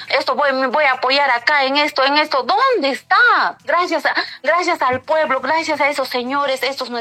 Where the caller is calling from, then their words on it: Cusco, Peru; Me da mucha pena por mi ciudad, soy cusqueña